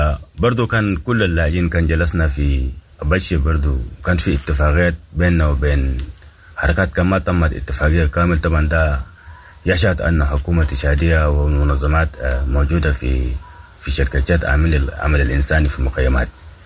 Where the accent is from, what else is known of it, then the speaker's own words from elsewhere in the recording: Sudan; moved away; نحن قاعدين نتابعوا كسودانيين وفقدنا الوطن